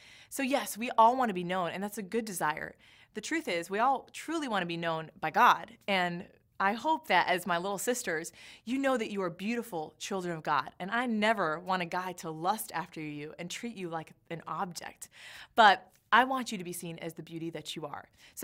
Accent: California, United States; I'm from California, so we say dude.

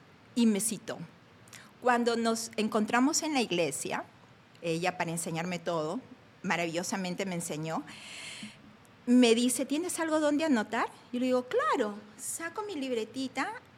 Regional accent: Peru; el Papa, que yo soy peruana y él ha vivido ahí, me aceptaría trabajar con él.

